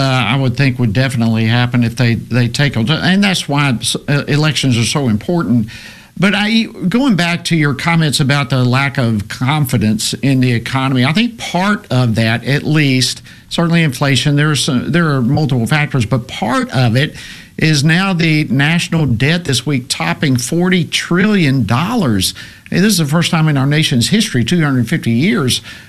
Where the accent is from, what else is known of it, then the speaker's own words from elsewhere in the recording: Georgia, United States; my home state, great state of Georgia.